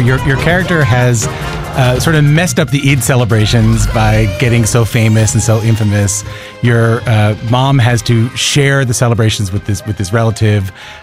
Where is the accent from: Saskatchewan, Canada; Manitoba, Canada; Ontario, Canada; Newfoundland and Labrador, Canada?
Newfoundland and Labrador, Canada; who comes from a very different story growing up in Newfoundland than you did